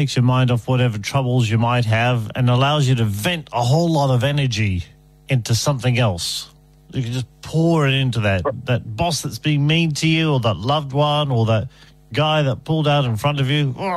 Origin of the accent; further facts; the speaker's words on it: Australia; I am Australian.